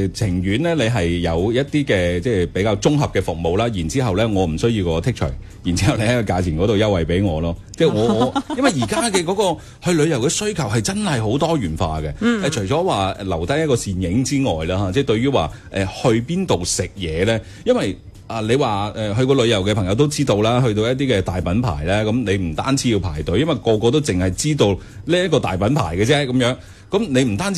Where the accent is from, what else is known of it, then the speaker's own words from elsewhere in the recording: Shunde, Guangdong, China; 因为喺度即系我举翻咧就系即系顺德呢笪地方啦。咁我喺度大嘅时候咧，其实我系会有好多嘅一啲信息咧，你好难喺网络上边咧系揾得到嘅。